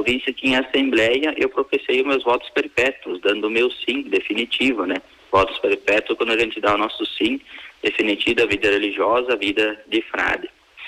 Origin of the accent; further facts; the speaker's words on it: Marau, Rio Grande do Sul, Brazil; O que me chamava atenção lá na minha comunidade, lá onde eu nasci, né, aqui em Marau, Santo Agostinho